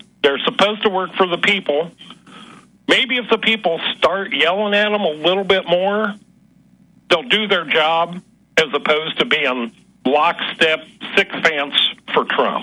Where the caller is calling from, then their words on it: Ohio, United States; from Ohio.